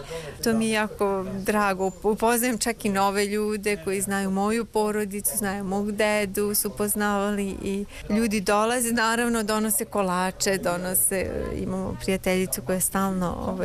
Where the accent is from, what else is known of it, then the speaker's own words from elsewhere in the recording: Novi Sad, Vojvodina, Serbia; moved away as an adult; also born or lived in Bucharest, Romania; now in Paris, France; Ja sam odrasla u Novom Sadu. Tamo sam se rodila, živjela sam u Novom Sadu. I onda sam posle studija, studirala sam u Bukureštu i onda sam otišla u Francusku.